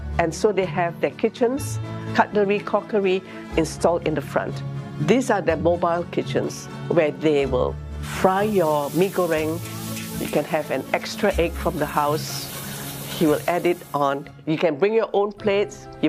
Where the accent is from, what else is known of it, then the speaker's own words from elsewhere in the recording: Katong, Singapore; In the 60s, when I was growing up in Katong, we had a whole parade of street vendors, and they came in all forms of transportation.